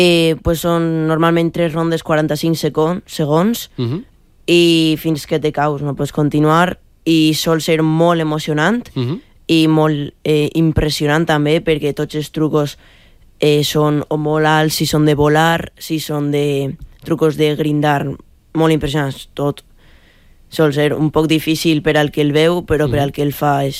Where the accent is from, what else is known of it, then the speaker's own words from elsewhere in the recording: Quart de Poblet, Valencian Community, Spain; quan varen inaugurar un skate per al meu poble, a Quart de Poblet.